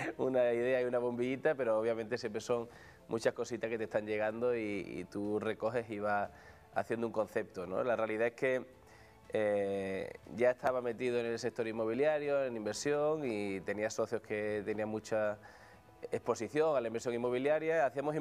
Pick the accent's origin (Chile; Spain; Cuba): Spain; Huelva, Andalusia; Yo soy de una ciudad pequeña, soy de Huelva